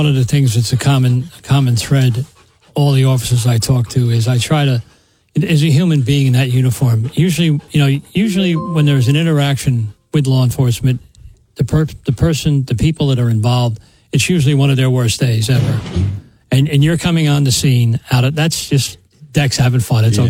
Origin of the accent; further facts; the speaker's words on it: Monroe, New York, United States; I came from Monroe, New York, so I've been in the area my whole life.